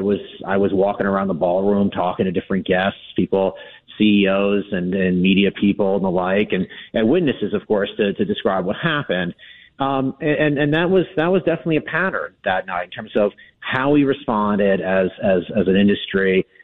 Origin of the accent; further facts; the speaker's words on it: United States; I mean, as an American citizen, I guess I hope so.